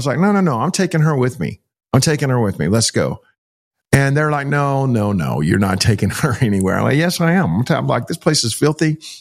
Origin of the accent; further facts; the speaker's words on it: Texas, United States; I'm from Texas. Where y'all from?